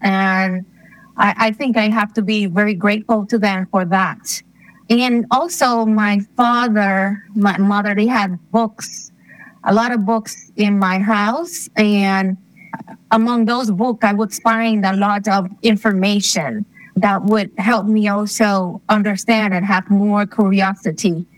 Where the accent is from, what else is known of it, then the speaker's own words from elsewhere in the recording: Arecibo, Puerto Rico; I am from Arecibo, Puerto Rico. Arecibo is a town in the north of the island. And my whole family, I've done a bit of research. I come from a family that comes from the mountains of Arecibo, very poor lineage.